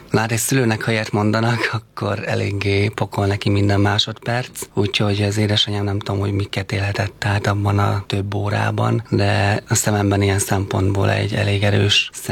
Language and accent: Hungarian; Gyöngyös, Heves, Hungary; born there; én gyöngyösen születtem meg, és egyből hoztak fel Budapestre